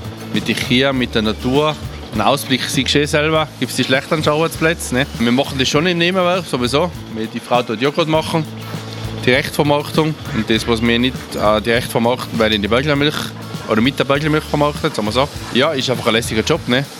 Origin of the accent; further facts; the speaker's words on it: Tyrol, Austria; Wir sind Tiroler, wir sind alle Tiroler, also kauft es einfach Tiroler Sachen